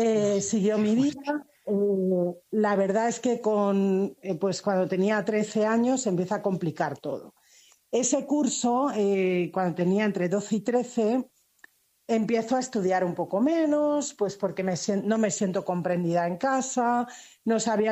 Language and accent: Spanish; Spain; born there; accent: Spanish